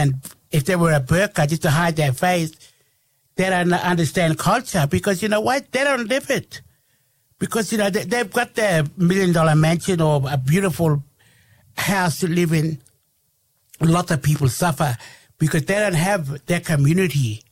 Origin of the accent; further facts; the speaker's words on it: Australia; We are Australian, we're the First Nation, darling. You give us our land back.